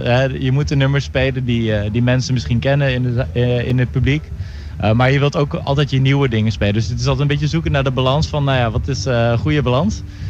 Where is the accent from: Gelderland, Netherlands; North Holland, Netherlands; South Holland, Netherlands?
Gelderland, Netherlands; Doetinchem; Doetinchem was wel echt onze thuisstad.